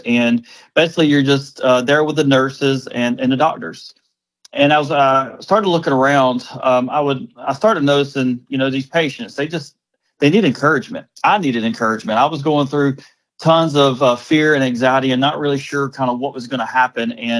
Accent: Dothan, Alabama, United States; I was born and raised here in Dothan, and I left for a little while, went to the Marine Corps, and I come back in 2010

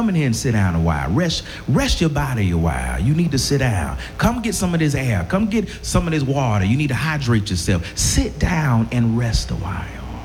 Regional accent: Emmaus, Pennsylvania, United States; Growing up in Emmaus, we didn't have a whole lot in terms of tangible things.

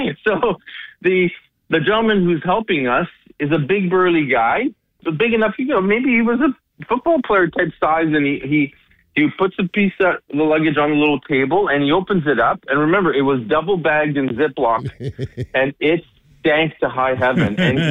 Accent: France; moved away; but I'm from France, and living here a long time. So I grew up with it.

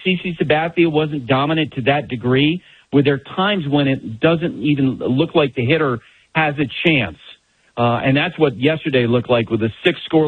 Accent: Washington, District of Columbia, United States; born there; Yeah, and by the way, I was born in Washington, D.C., okay? But when we set up my credentials as an American.

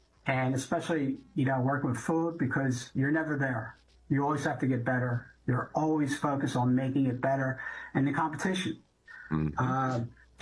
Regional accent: Philadelphia, Pennsylvania, United States; two brothers and a sister, and I grew up in Northeast Philadelphia.

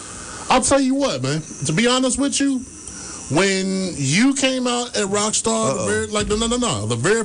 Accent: Dayton, Ohio, United States; I'm black. I'm from Dayton

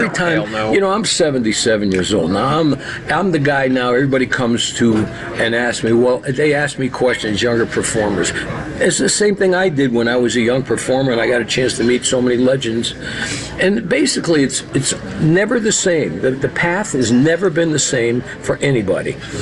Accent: Hartford, Connecticut, United States; moved away; it's in Hartford, which is my hometown.

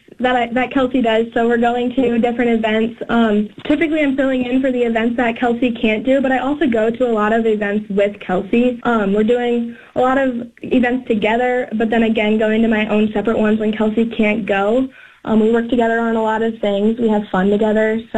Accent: Delaware County, Iowa, United States; I'm from Delaware County, Iowa.

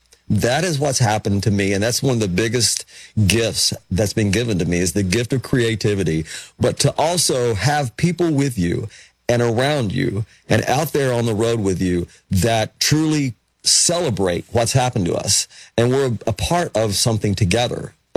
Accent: Tennessee, United States; And that was me growing up in East Tennessee.

